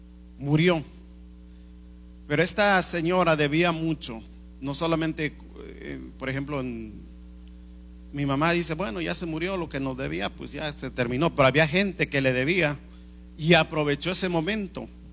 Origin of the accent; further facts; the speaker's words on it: Mexico; moved away; yo que vengo de México